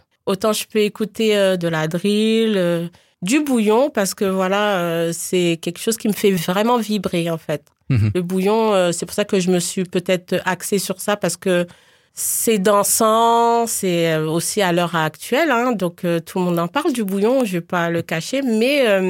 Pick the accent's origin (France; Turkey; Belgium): France; Paris, Île-de-France; also born or lived in Guadeloupe; de base je suis parisienne donc voilà je suis d'origine guadeloupéenne mais née à Paris mm-hmm. j'ai vécu à Paris dans la banlieue parisienne